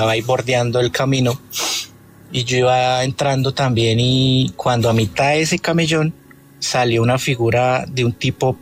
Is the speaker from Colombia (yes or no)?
yes; Tabio, Cundinamarca, Colombia; Eso fue en el año 2011, en Tabio. Yo soy de Tabio.